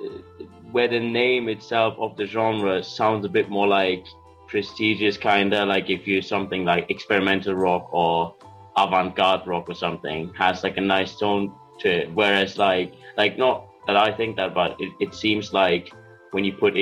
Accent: Germany; first language German; English is a second language; I'm from Germany and my main language is German.

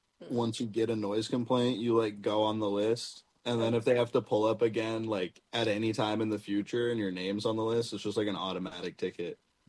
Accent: Montana, United States; moved away; I grew up in Montana, so I grew up around a bunch of, like, not great people.

